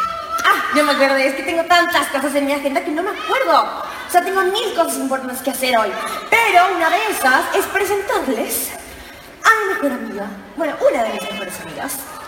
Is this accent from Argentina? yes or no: no; Colombia; vengo de Colombia.